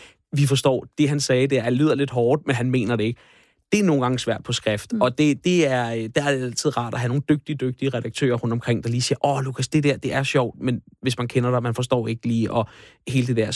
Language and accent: Danish; Frederiksværk, Capital Region of Denmark, Denmark; Frederiksværk, min gamle, hvor jeg er opvokset.